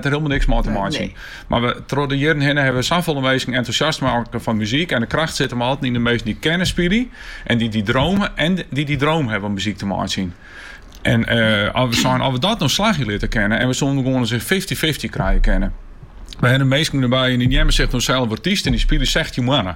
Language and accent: Dutch; Enschede, Overijssel, Netherlands; Oh ja, maar ik kom uit Enschede en ik ben eventjes naar Maasluis rijden om te repeteren.